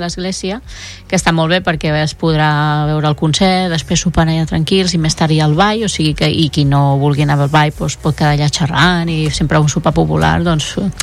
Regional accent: Vilafant, Catalonia, Spain; és tradició ja al nostre poble, no?

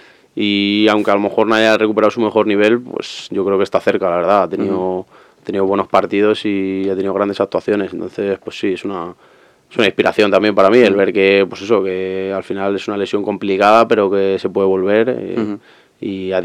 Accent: Madrid, Community of Madrid, Spain; Yo soy de aquí de Madrid

